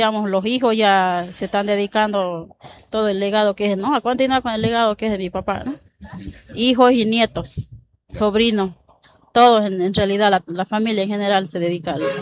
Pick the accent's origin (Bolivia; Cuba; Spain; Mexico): Bolivia; San Francisco del Inti, Chuquisaca; vengo de la comunidad de San Francisco del Inti, hija de mi padre difunto, ¿no?